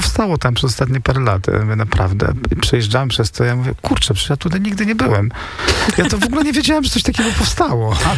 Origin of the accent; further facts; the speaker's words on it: Warsaw, Masovian Voivodeship, Poland; now in Kraków, Poland; jak 20 lat temu się wyprowadziłem z Warszawy, jestem warszawiakiem, który się przyjął do Krakowa